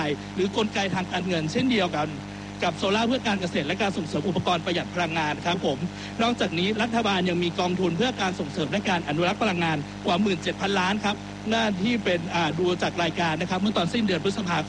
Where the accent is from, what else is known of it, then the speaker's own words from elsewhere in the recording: Lampang, Thailand; ผมเป็นคนลำปาง